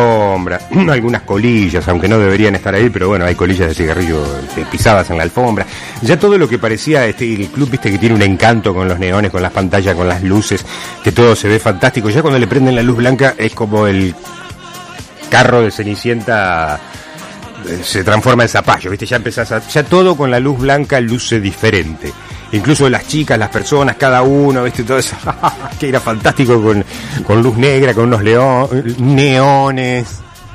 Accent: Argentina; para recordar que somos argentinos.

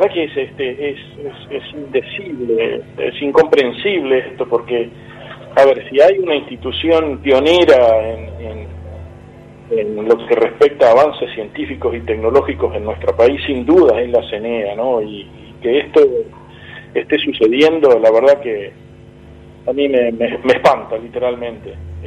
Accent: Argentina; hemos ganado como los argentinos

